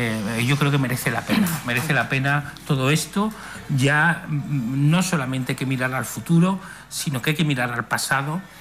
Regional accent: Seville, Andalusia, Spain; born there; moved away; yo soy nacido en Sevilla, aunque llevo ya aquí ya 20 años.

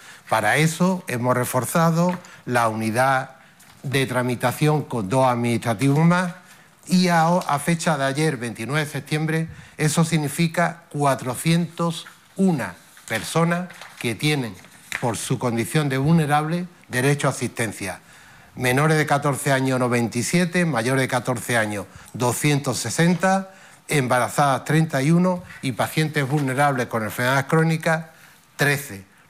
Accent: Ceuta, Spain; somos gente de Ceuta, somos caballas

